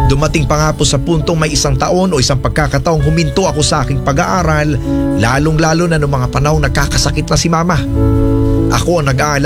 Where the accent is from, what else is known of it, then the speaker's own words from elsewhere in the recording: Davao Region, Philippines; Nagmula rin po ako sa isang pamilyang napakahirap, Kapitan. Lumaki ako sa Davao del Sur. Apat kaming magkakapatid at ako po ang panganay.